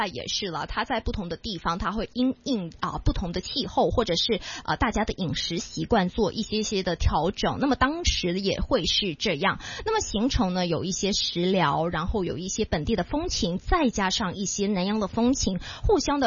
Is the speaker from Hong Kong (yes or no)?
yes; Hong Kong; 我们香港人广东人最爱的一款东西，